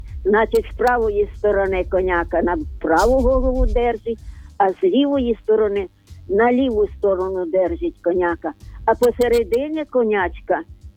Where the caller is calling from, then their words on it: Zhytomyr, Zhytomyr Oblast, Ukraine; Я з Житомира, я перший раз до вас дзвоню.